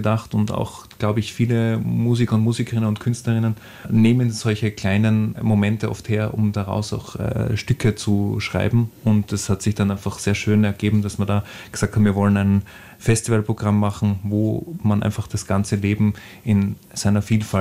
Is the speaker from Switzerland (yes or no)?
no; Austria; Da können wir eigentlich stolz sein, dass wir hier bei uns in Österreich sind und das Leben eigentlich schätzen können, wie wir es haben.